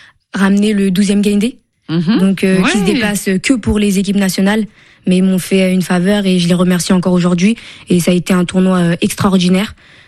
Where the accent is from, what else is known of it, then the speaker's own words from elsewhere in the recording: Senegal; J'ai commencé au Sénégal parce que je viens du Sénégal et je trouvais ça logique de commencer dans mon pays d'origine.